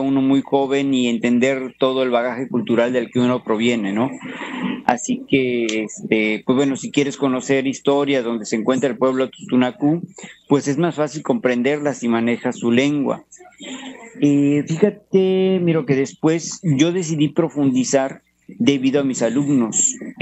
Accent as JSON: {"language": "Spanish", "town": "Papantla", "region": "Veracruz", "country": "Mexico", "tie": "born there", "moved": "yes", "said": "al estar de nuevo en Papantla, que es bueno donde yo nací, pues sentí la necesidad de aprender el idioma de una de las culturas pues de la que soy descendiente"}